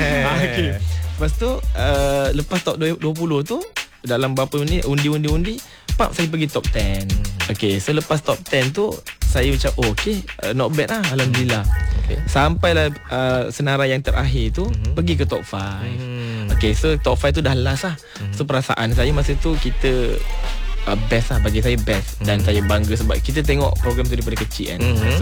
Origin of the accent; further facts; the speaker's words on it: Segamat, Johor, Malaysia; Saya orang Segamat lah. Segamat tu sebenarnya banyak je yang macam food fair, show apa semua. Tapi saya tak pernah sekali pun dipanggil untuk show dekat sana. Dekat saya punya tempat lahir saya sendiri.